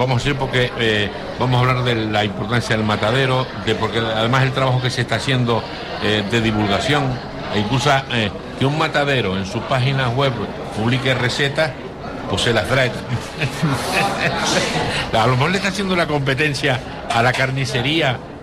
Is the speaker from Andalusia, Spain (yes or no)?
no; Canary Islands, Spain